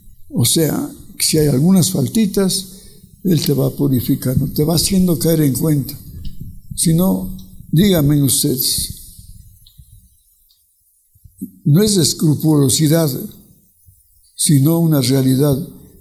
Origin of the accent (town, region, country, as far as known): Ibarra, Imbabura, Ecuador